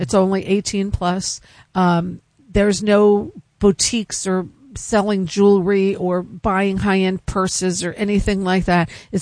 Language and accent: English; Germany; moved away; I grew up in Germany.